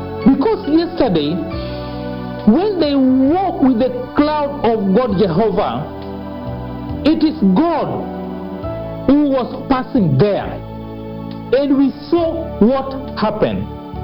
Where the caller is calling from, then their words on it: São Paulo, Brazil; And now I have informed my colleagues back at Kenya, because I'm calling from Sao Paulo, Brazil, that we must defend this.